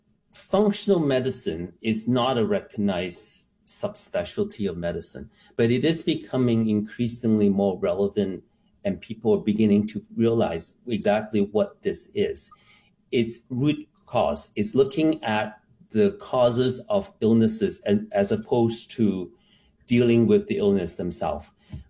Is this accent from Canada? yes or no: yes; Canada; Now, I am Chinese. I grew up in Canada, but I still had a very tight fundamental understanding with the Tao understanding of traditional Chinese medicines.